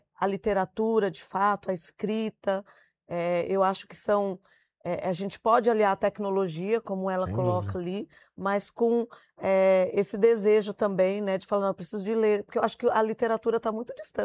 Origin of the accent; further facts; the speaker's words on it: Brazil; eu venho lá da cidade de Tiradentes, né? De um contexto muito parecido com o seu